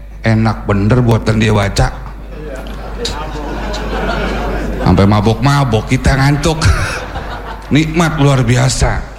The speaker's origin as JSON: {"language": "Indonesian", "town": "Bekasi", "region": "West Java", "country": "Indonesia", "said": "Ya saya kan orang Betawi pinggiran Pak. Tadi kata MC saya orang Jakarta. Padahal sih nggak tapi Jakarta saya. Nggak tapi Jakarta saya. KTP saya DK Bekasi. Daerah memang segitiga"}